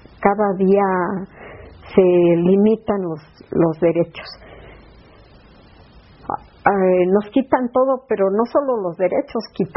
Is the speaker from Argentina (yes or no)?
no; Mexico; Porque amamos nuestro país. Porque somos mexicanos